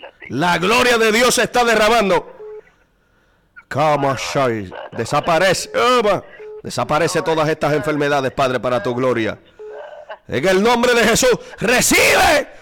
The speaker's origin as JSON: {"language": "Spanish", "town": "Cataño", "country": "Puerto Rico", "said": "oro por el pueblo de Cataño, por mi pueblo de forma especial."}